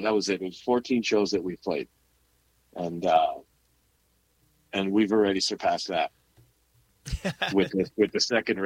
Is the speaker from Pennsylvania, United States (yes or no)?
no; New York City, New York, United States; we're from Jackson Heights